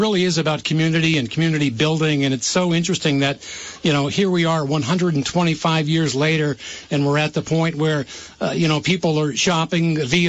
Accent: Burlington, Vermont, United States; I grew up in Burlington, but I can remember when you wanted corn, you drove out to Mallets Bay Ave and you bought it from one of the families, right?

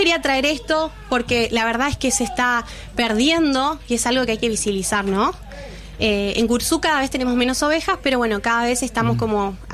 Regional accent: Corrientes, Argentina; nosotros somos muy correntinos

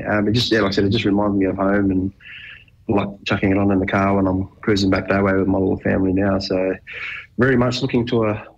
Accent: Koonibba, South Australia, Australia; A lot of fond memories of growing up on Coonabba Mission.

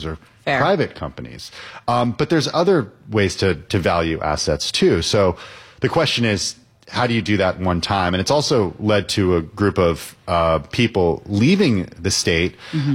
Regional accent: California, United States; Oh, I'm a Californian, yeah.

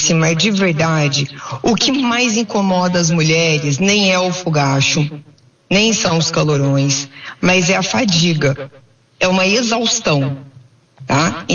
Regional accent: São Sebastião do Paraíso, Minas Gerais, Brazil; Eu sou de São Sebastião do Paraíso também.

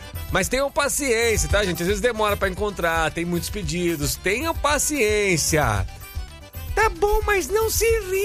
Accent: Araras, São Paulo, Brazil; Olha, Dileme, cidade vizinha da minha terra, de Araras.

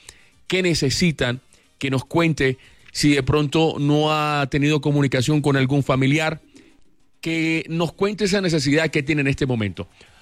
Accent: Colombia; Qué bonito, qué chévere, porque así somos nosotros los colombianos. Así somos nosotros.

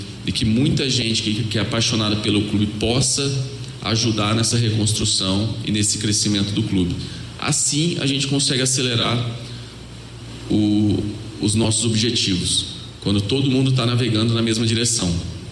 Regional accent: Brazil; nós brasileiros

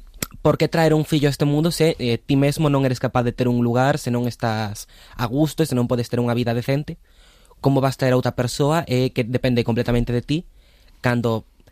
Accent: A Coruña, Galicia, Spain; Sí, a ver, eu son coruñés e, por exemplo, meus pais, a primeira vez que se mudaron foi a un piso de protección oficial

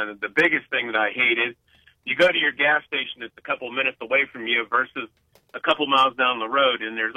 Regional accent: Slippery Rock, Pennsylvania, United States; when I was a kid, I grew up in Pennsylvania

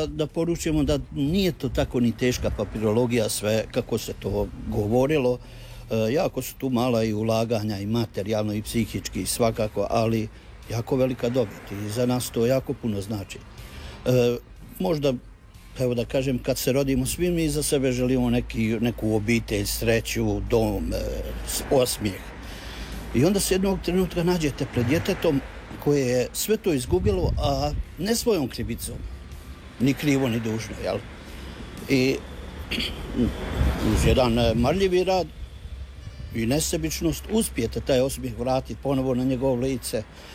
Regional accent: Domaljevac, Federation of Bosnia and Herzegovina, Bosnia & Herzegovina; dolazim iz Domaljevca

